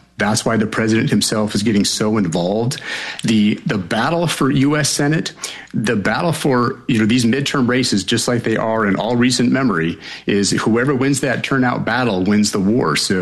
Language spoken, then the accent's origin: English; North Carolina, United States; my home state of North Carolina